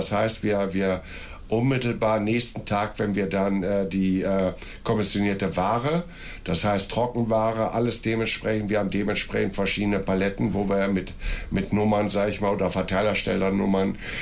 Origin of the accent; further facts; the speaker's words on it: Wilhelmshaven, Lower Saxony, Germany; born there; now in Gütersloh, Germany; Bin 63 Jahre alt und bin seit 4,5 Jahren bei der Tafel Gütersloh beschäftigt. Geboren in Wilhelmshaven, zwei Ausbildungen gemacht